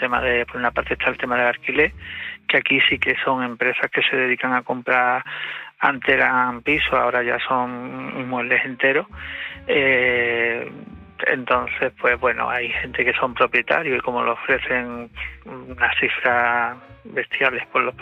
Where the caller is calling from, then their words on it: Málaga, Andalusia, Spain; yo soy de Málaga.